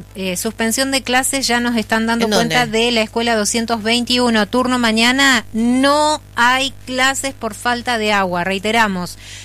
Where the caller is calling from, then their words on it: Mainqué, Río Negro, Argentina; de Mainqué.